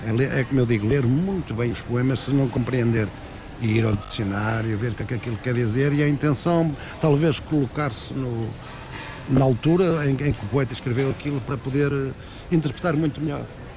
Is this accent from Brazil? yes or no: no; Portugal; Somos portugueses